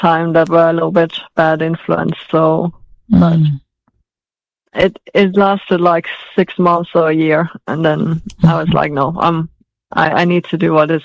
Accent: Denmark; moved away as an adult; also born or lived in Sweden / England; now in United States; I was born in Sweden and... Yes, but I grew up in Denmark.

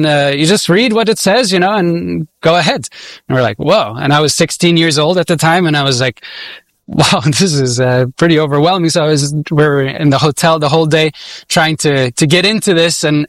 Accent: Switzerland; I grew up in Switzerland. It's a secular country, and I was taught about evolution and all these things.

